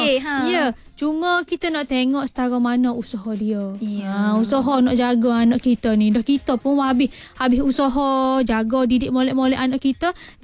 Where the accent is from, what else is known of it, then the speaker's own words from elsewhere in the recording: Sabah, Malaysia; saya membesar di Sabah.